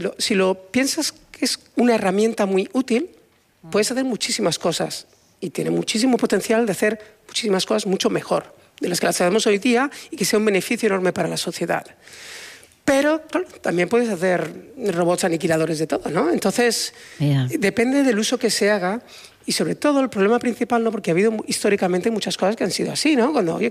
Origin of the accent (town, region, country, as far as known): Spain; now in United States